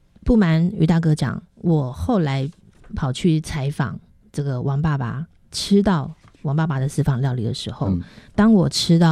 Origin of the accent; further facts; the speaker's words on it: Taiwan; born there; 这不就是我小时候眷村妈妈、